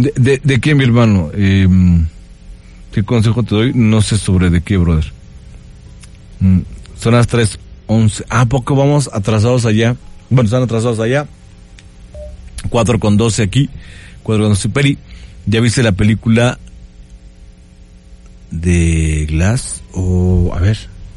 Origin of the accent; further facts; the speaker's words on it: Puebla, Mexico; de aquí de Puebla, México. Desde aquí de Puebla, México, ahorita estamos transmitiendo completamente en vivo